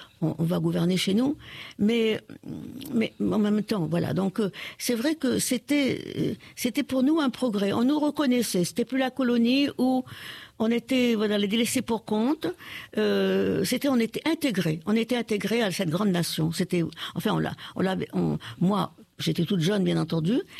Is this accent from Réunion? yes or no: yes; Réunion; je suis née française et j'aimerais bien mourir française. Voilà. Je suis réunionnaise et je ne le renie pas. Je suis. Voilà, mes ancêtres sont venus d'ailleurs, comme tous les habitants de la Réunion